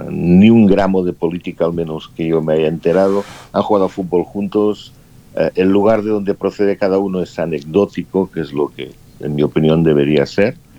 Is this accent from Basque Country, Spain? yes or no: no; Catalonia, Spain; moved away; yo, por ejemplo, soy catalán, pero, claro, yo amo mi tierra.